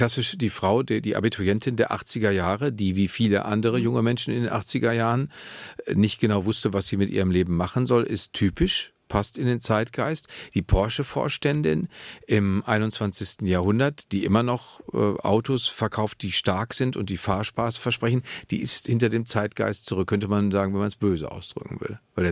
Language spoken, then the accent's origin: German; Germany; wir sind beide Deutsche.